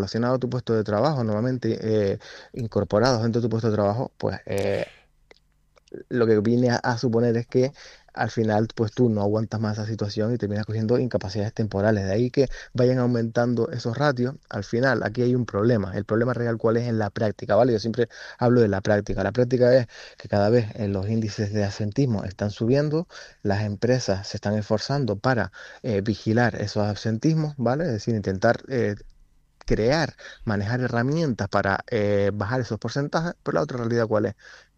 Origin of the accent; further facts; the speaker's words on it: Canary Islands, Spain; comunidades autónomas como Canarias, es donde estamos arriba del todo